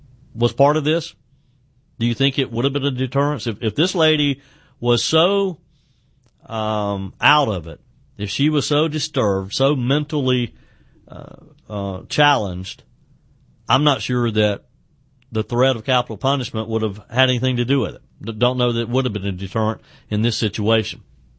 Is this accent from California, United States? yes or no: no; South Carolina, United States; You know, it makes me think back to the case here in my home state of upstate South Carolina